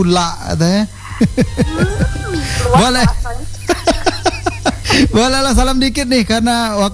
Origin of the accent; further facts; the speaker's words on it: Jambi, Indonesia; saya orang Jambi.